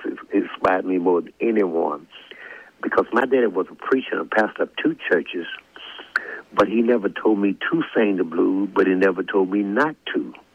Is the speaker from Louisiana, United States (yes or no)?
yes; Louisiana, United States; because I'm from Louisiana, but my first encounter of the stage was in Arkansas on 30th Street in Pine Bluff, Arkansas, to a place called Elks Club and the Jitterbug. And I was just a teenager.